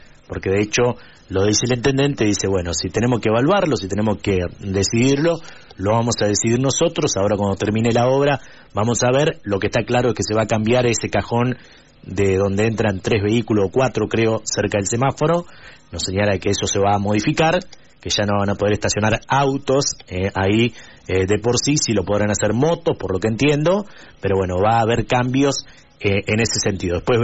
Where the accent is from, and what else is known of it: Argentina